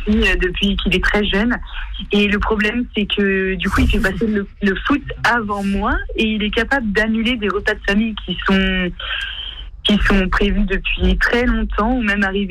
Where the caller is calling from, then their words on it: Bessay, Pays de la Loire, France; J'habite à Bessay, en Vendée.